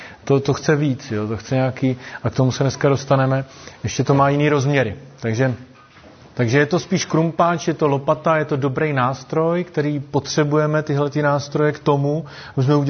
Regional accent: Brno, South Moravian Region, Czechia; Jsem původně z Brna, co bych ještě řekl, dělal jsem vězeňského kapla na nějaký čas

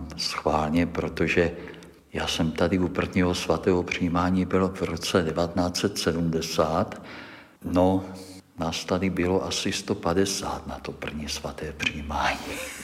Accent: Ostrava, Moravian-Silesian Region, Czechia; Já jsem se něco tady naministroval v Porubě

